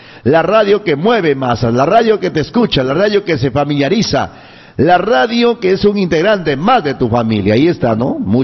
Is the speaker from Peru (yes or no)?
yes; Peru